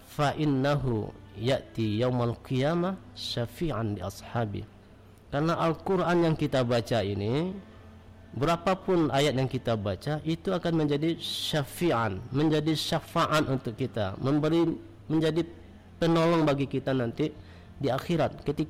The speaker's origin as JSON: {"language": "Indonesian", "country": "Indonesia", "said": "di kampung kami Badal Indrapura"}